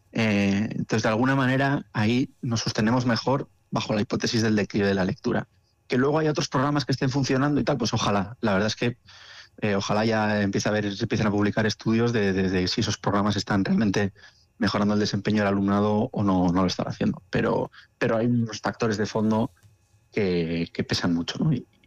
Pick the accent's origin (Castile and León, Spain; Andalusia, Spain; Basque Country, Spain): Basque Country, Spain